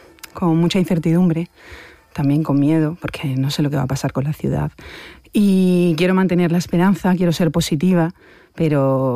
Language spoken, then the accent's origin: Spanish; Ceuta, Spain; now in Murcia, Spain; mi pueblo está asustado, está acostumbrado a la inmigración, está acostumbrado a que Ceuta sea un punto fronterizo con frontera terrestre, con África, está en el continente africano